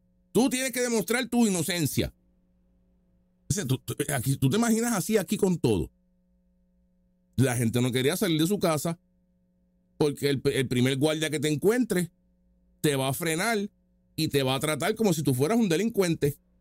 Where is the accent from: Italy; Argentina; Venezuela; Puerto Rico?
Puerto Rico